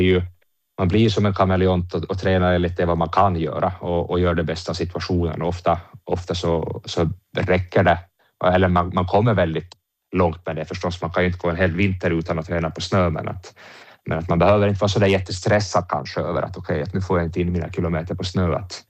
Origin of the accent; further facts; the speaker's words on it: Åland, Åland Islands; Och sen är det ju faktiskt så att som ålänning så måste man ju...